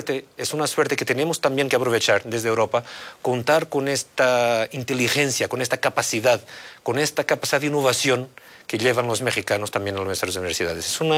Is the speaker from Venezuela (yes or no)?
no; Portugal; born there; Spanish is a second language; Hay un fado de mi país natal, Portugal, que dice que el mejor está por llegar.